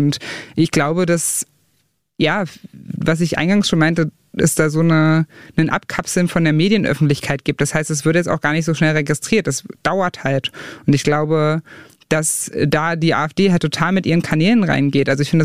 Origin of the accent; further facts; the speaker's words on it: Saxony-Anhalt, Germany; Also die Lokalzeitung vor Ort ist halt die Volksstimme, da wo ich herkomme.